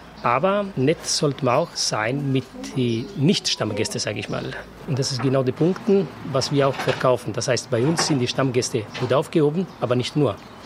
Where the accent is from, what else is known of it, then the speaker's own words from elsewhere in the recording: Italy; now in Germany; Die Italiener, ich nehme mich als Beispiel. Ich habe mich hier angepasst, aber ich bin nicht deutsch geworden.